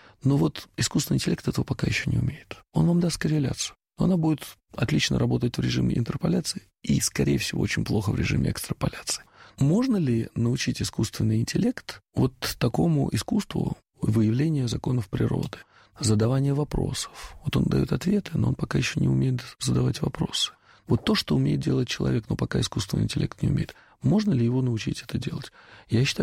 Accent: Russia; moved away as an adult; also born or lived in United Kingdom / Switzerland / United States; когда уезжал из России, не думал, что когда-нибудь сюда вернусь, и этого не желал. Я хотел уехать отсюда навсегда.

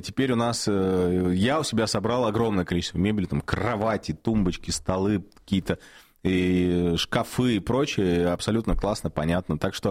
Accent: Moscow, Russia; я москвич

